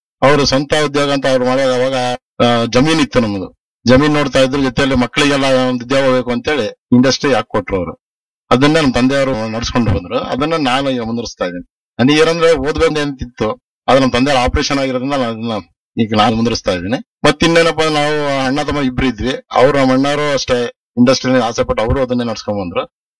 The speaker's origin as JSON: {"language": "Kannada", "town": "Shivamogga", "region": "Karnataka", "country": "India", "tie": "born or raised there", "said": "ನಾನು ಹುಟ್ಟಿದ್ದು ಶಿವಮೊಗ್ಗದಲ್ಲೇ, ಕಾನ್ವೆಂಟ್ ಅಲ್ಲಿ ಓದಿದ್ದು."}